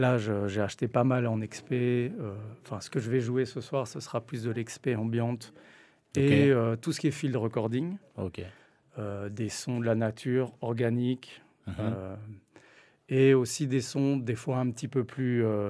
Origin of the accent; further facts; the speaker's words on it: Belgium; Je suis belge, donc j'ai le droit de le dire.